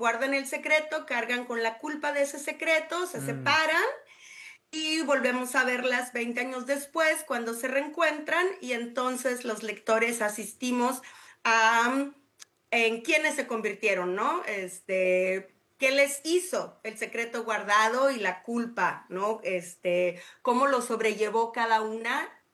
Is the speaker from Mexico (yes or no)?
yes; Mexico; es una locura que soy la quinta mexicana en ganarlo, ¿no? Y la segunda mujer mexicana después de Lenita Poniatowska, imagínate.